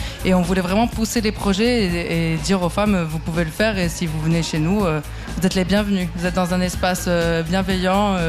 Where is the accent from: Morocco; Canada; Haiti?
Morocco; also born or lived in Switzerland; now in Lille, France; Moi, je viens de du Maroc